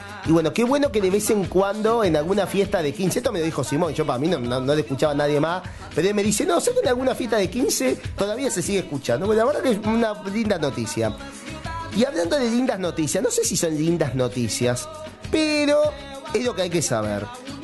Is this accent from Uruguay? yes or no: yes; Uruguay; Dale, no dejes para el último momento como todo uruguayo